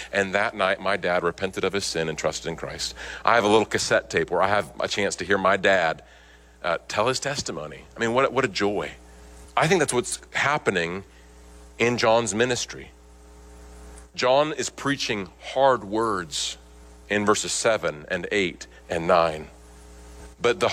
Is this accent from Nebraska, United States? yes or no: yes; Nebraska, United States; there was this revival meeting that would happen out in the cornfields where I grew up in Nebraska.